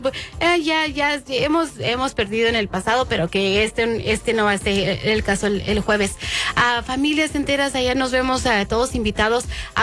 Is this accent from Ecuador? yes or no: no; Mexico; Como mexicanos ya ganamos